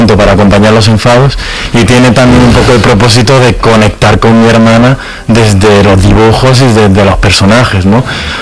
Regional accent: Andalusia, Spain; yo... que soy de Andalucía y que pertenecía a la Asociación 22 Cuida Andalucía

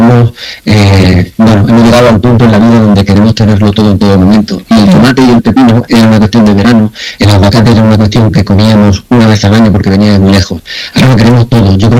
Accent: Jaén, Andalusia, Spain; Y para que se entienda, soy de Jaén y de familia que ha trabajado en el campo, ¿no?

